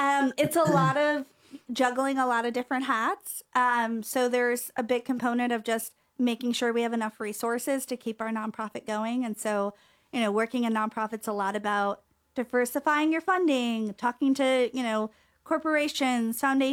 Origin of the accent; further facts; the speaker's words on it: Ohio, United States; now in Austin, United States; I'm from Ohio.